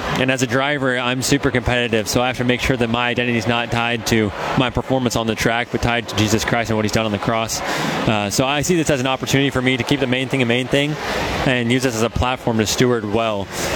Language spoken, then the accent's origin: English; United States; You know, as an American patriot myself, this is the America 250 celebration as well.